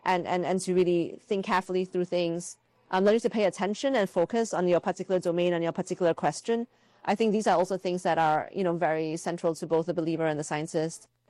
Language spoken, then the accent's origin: English; Malaysia; And so I grew up in Malaysia, and my dad is an engineer